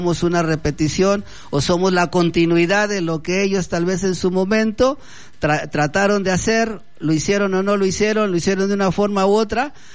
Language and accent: Spanish; Mexico; somos mexicanos